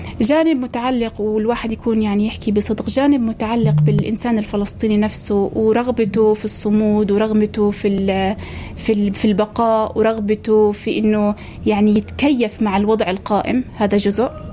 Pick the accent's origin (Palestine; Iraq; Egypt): Palestine; إحنا كاقتصاد فلسطيني